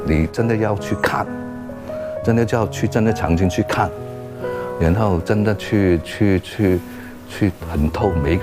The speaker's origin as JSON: {"language": "Chinese", "country": "China", "said": "但是最终我会回来拍戏，就因为我是中国人的。"}